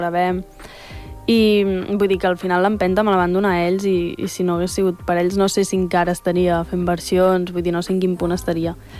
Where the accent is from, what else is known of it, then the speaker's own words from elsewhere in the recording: La Bisbal, Catalonia, Spain; Sí, o sigui, bueno, clar, tots som de la Bisbal i és un poble molt petit.